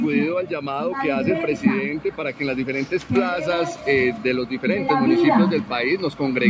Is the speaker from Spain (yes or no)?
no; Colombia